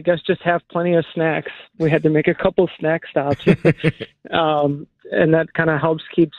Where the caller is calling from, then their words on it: Riverside, Illinois, United States; we are back home in Riverside.